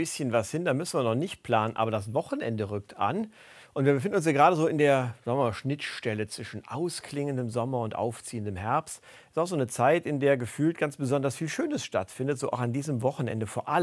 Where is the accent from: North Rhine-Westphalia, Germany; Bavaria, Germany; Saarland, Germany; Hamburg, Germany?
North Rhine-Westphalia, Germany; Bonn; Viele Jecke feiern aber auch in Köln. Daher wollen wir Ihnen natürlich auch das dortige Dreigestirn mal vorstellen. Die machen es da immer ein bisschen geheimnisvoll, während wir Bonner ja schon wisse